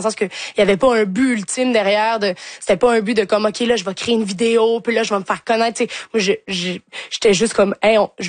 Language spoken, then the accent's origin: French; Quebec, Canada; now in Montreal, Canada